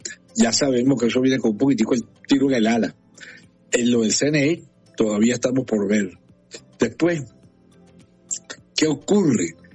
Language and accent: Spanish; Venezuela; los venezolanos recordemos